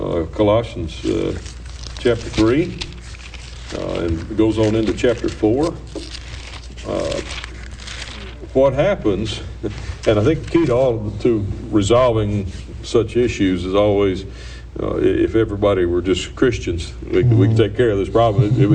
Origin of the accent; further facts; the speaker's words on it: Little Rock, Arkansas, United States; I was born in Little Rock, Arkansas